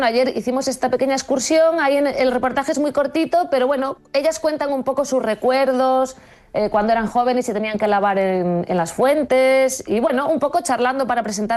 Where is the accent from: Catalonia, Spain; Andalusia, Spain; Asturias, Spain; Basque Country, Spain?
Asturias, Spain; born there; no hay chicas de mi quinta en mi pueblo